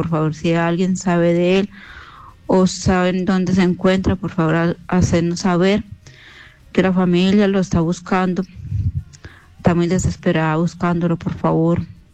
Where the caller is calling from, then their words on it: Pereira, Risaralda, Colombia; Vivo aquí en Pereira